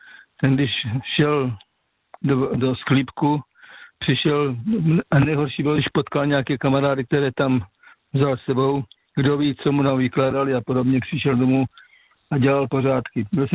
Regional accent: South Moravian Region, Czechia; now in Kopřivnice, Czech Republic; já pocházím z Moravského Slovácka, to jsem říkal několikrát

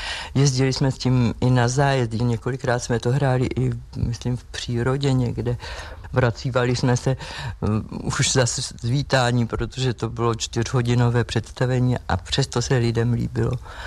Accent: Prague, Czechia; Já jsem Pražačka a ve válce jsem hrála v ochotnickém studiu.

